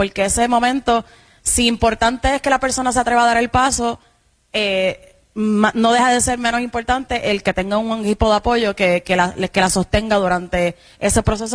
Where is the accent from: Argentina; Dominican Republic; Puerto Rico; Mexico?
Puerto Rico; Yabucoa; moved away; Actualmente no estoy viviendo en Yabucoa, pero soy natural de Yabucoa.